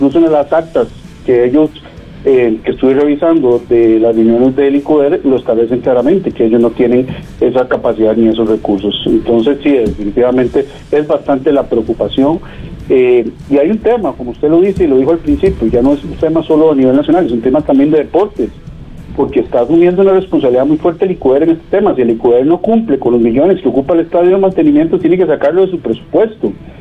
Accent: Costa Rica

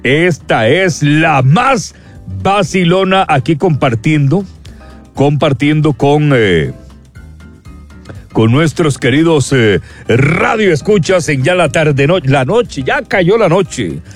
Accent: Brazil; yo también, yo soy brasileño.

